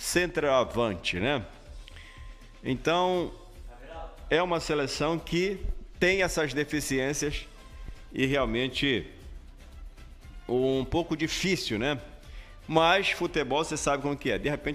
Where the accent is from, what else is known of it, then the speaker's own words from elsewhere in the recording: Brazil; Somos brasileiros.